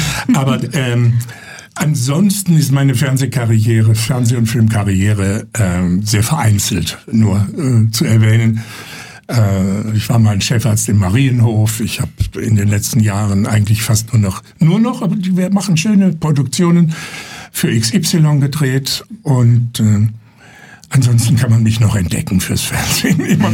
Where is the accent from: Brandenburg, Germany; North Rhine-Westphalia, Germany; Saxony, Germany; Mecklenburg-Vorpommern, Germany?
North Rhine-Westphalia, Germany; Neuss; also born or lived in Stuttgart; now in Munich, Germany; In Neuss, in meiner Heimatstadt, habe ich meine ersten Schritte auf die Bühne gewagt am Landestheater